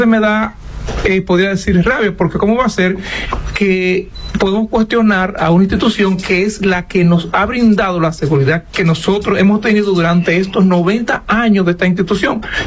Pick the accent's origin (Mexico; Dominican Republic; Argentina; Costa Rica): Dominican Republic; nosotros como dominicanos